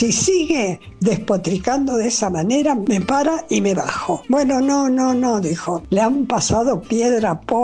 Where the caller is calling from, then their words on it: Buenos Aires, Argentina; de Barracas.